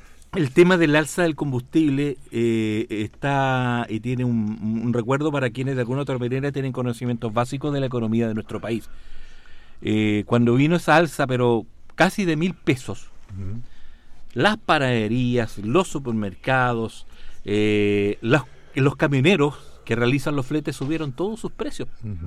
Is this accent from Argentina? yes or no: no; Chile